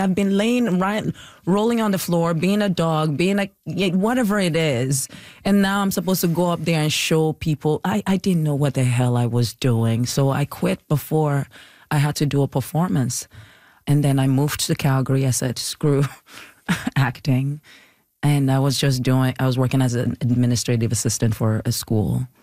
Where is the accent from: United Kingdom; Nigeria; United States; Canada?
Nigeria